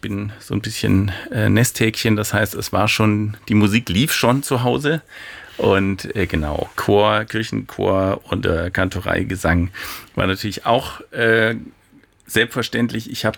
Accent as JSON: {"language": "German", "town": "Esslingen", "region": "Baden-Württemberg", "country": "Germany", "tie": "born or raised there", "said": "Das war in Esslingen, wo ich aufgewachsen bin, am Neckar, alles, konnte man alles ganz gut bekommen und das ist durchaus auch prägend natürlich gewesen und geblieben."}